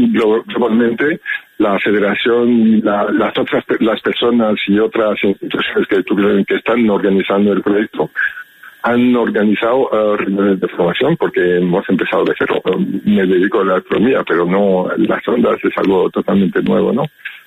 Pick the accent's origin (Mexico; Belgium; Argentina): Belgium; Spanish is a second language; now in Spain; Excepcional a nivel europeo, lo notas con mi acento, ¿no? Soy belga.